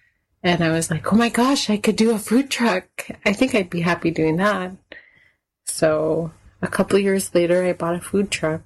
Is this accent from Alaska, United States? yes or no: yes; Kotzebue, Alaska, United States; now in Anchorage, United States; My family comes from Hooper Bay, but I grew up in Kotzebue and graduated high school in 2003. Hooper Bay is in the southwest Yupik region of Alaska, so I am Yupik, but I did grow up in Inupiaq territory